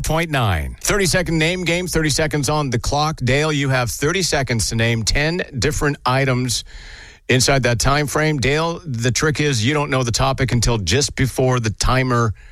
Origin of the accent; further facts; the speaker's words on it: Edmonton, Alberta, Canada; Single mom of six growing up in Edmonton